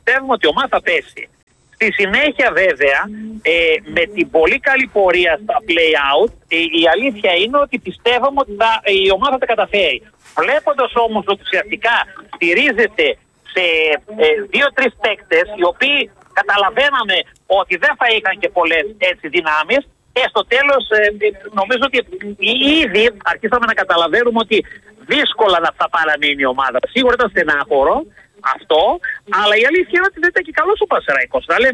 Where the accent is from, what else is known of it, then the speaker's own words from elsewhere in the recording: Serres, Central Macedonia, Greece; έχω και μια, να σου πω την αλήθεια, έτσι, μεγάλη αγάπη για τον τόπο μου. Δηλαδή είμαι παθιασμένος Σεραίος, μου αρέσει πάρα πολύ ο όνομος Σερών.